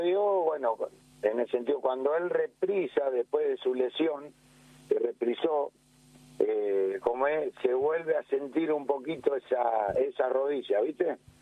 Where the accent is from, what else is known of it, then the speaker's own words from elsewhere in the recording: Villa Elisa, Buenos Aires Province, Argentina; tengo la casa que yo me crié, ahí en el ARA. Bueno, como esta, vivo ahí, ¿viste? En la casa que yo me crié, con mi familia, mi señora, mi hijo, ¿viste?